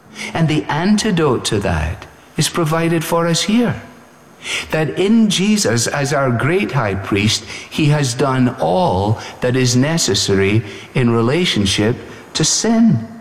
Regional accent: Scotland, United Kingdom

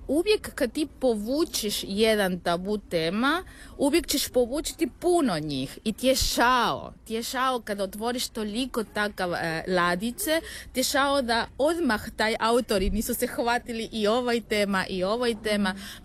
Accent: Serbia; Serbian is a second language; dolazim iz Srbija

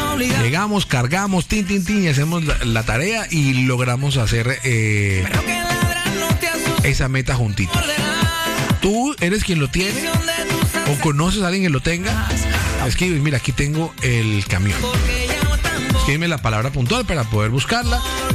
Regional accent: Colombia; ese rayito de esperanza en este momento que tanto lo necesitamos como colombianos.

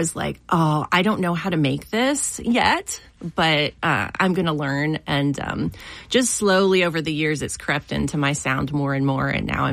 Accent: Cincinnati, Ohio, United States; Well, I grew up in Cincinnati, which, like Columbus, just has so many musicians.

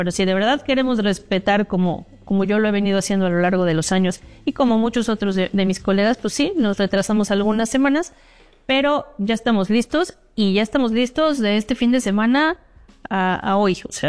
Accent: Puebla, Mexico; hay que lucirnos como poblanos

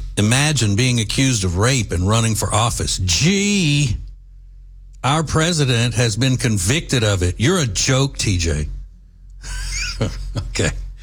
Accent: Louisiana, United States; also born or lived in Alabama; I was born and raised in Louisiana. So I'm an LSU fan.

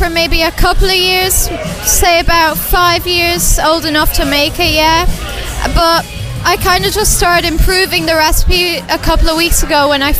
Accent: Connacht, Ireland; I'm from Leitrim.

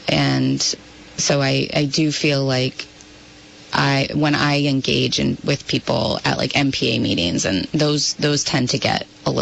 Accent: Quechee, Vermont, United States; I grew up in Queechy, Vermont. I went to Hartford High School.

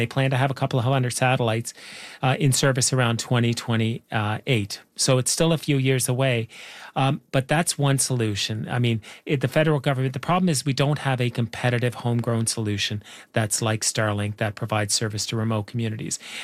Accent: Nova Scotia, Canada; I grew up in Nova Scotia and I remember trying to get internet at my parents' cabin

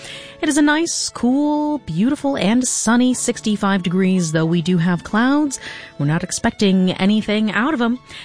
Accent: the South, United States; Y'all know I'm from the South.

